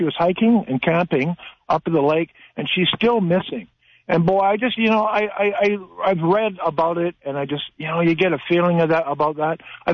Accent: British Columbia, Canada; now in Alberta, Canada; I'm in Alberta now, but I was born and raised in Vancouver Island

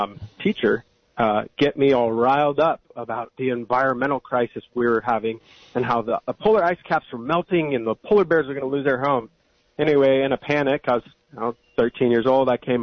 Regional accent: Watsonville, California, United States; I'm originally around from the Watsonville area, so I've done some PVUSD school board meetings, some city council meetings.

